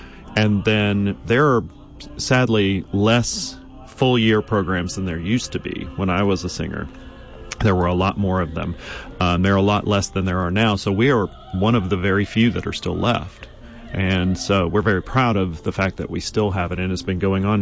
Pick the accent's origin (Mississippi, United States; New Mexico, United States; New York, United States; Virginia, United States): Mississippi, United States; moved away; I grew up in Mississippi, so some of these are, you know, these Cajun names are a little hard for me.